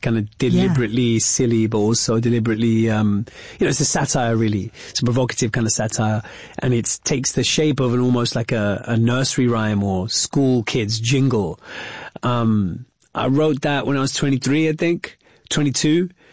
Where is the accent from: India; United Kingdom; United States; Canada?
United Kingdom; Wembley, London; So I grew up in the mid-90s in the UK. I grew up in Wembley.